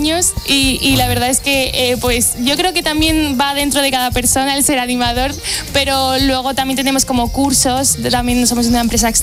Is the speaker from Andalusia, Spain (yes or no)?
no; Madrid, Community of Madrid, Spain